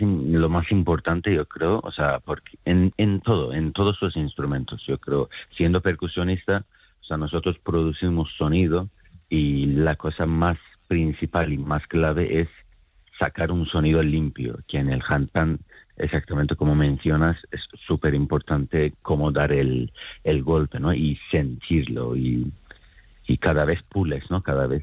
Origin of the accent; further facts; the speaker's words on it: Iran; Irán es como doble de España de grande, 90 millones de habitantes, muchas etnias, yo soy turco de Irán y mucha gente muy bonita, mucha cultura